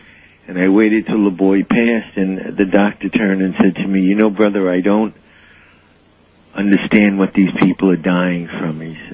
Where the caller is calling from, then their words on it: Santa Cruz, California, United States; I'm in Santa Cruz, California.